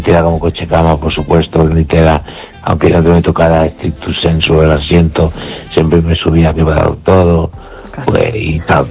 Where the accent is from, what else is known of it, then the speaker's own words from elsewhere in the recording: Galicia, Spain; Y mi pueblo está a unos 9 kilómetros o 8 de los Peares. En la base de la montaña.